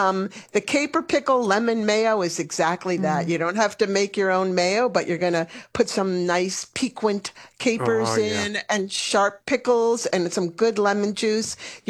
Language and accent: English; New York, United States; born or raised there